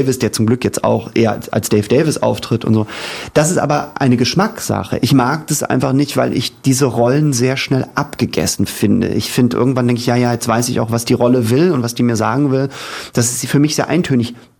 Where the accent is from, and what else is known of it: Hamburg, Germany